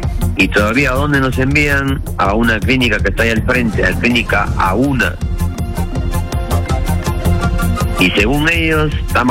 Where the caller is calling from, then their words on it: Chota, Cajamarca, Peru; Soy de Chota, pero trabajo en la zona de Cutervo.